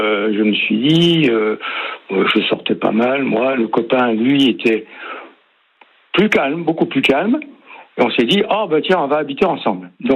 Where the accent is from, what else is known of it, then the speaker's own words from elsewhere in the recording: Cherbourg, Normandy, France; now in Montpellier, France; Et moi, donc, je suis à Montpellier, et effectivement, je venais de Cherbourg aussi, mais à Montpellier.